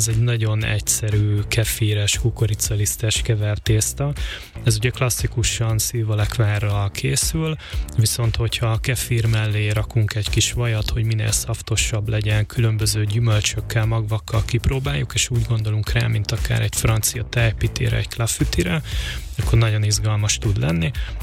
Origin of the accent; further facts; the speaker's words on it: Pápa, Veszprém County, Hungary; mi Pápán cicegének hívjuk